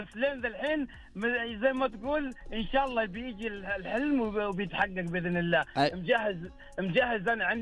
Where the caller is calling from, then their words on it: Riyadh, Riyadh Province, Saudi Arabia; اكلمك من الرياض، من حي الشفا.